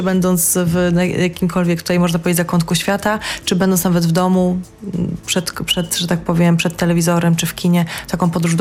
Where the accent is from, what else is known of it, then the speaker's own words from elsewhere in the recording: Gdańsk, Pomeranian Voivodeship, Poland; Ja jestem sama z Gdańska, wychowałam się w Gdańsku